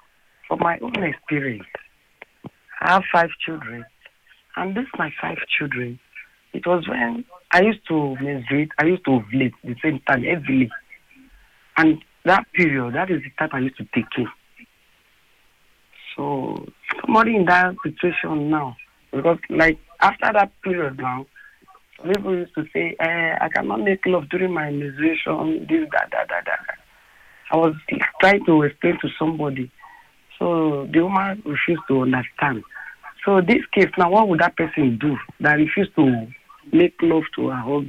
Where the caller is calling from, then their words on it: Lagos, Nigeria; I'm from Mago Palace.